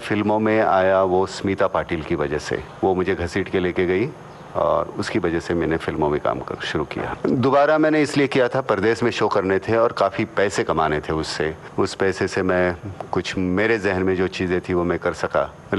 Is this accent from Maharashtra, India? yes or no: yes; Murud, Maharashtra, India; मेरा बचपन गांव में बीता, मुरूर जंजिरा में, पहली से सातवीं तक।